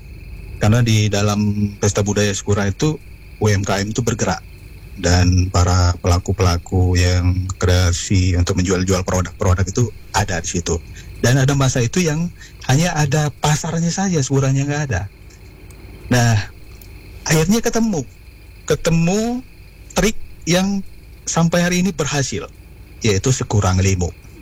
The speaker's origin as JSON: {"language": "Indonesian", "town": "Canggu", "region": "Lampung", "country": "Indonesia"}